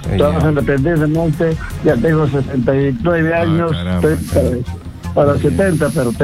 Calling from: Arequipa, Peru; muy buenos días, llamo de Arequipa

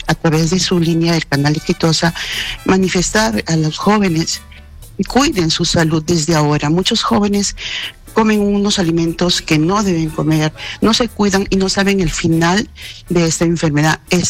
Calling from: Lima, Peru; Estoy llamando de Jesús María de Lima.

